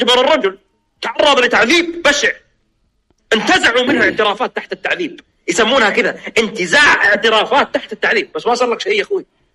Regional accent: Saudi Arabia

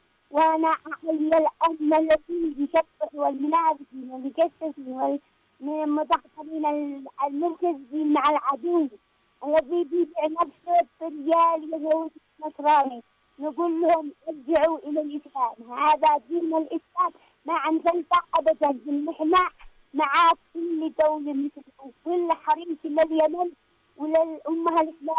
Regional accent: Yemen; أنا يمني وأصل فوق كل يهودي كل واضي أنا يمني

